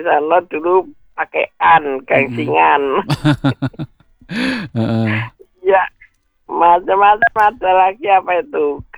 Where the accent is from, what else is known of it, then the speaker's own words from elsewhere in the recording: Semarang, Central Java, Indonesia; moved away; kalau di Semarang dulu nyebutnya bentik.